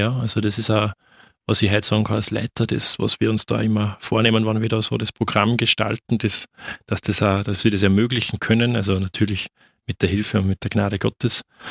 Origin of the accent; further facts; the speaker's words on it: Upper Austria, Austria; ich komme aber eher aus dem Bereich Welsland, also ich bin jetzt auch kein gebürtiger Linzer.